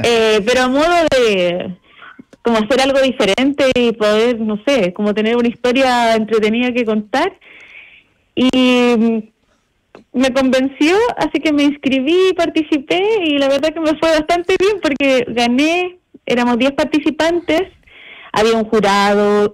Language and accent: Spanish; Chile; now in Melbourne, Australia; Yo soy chilena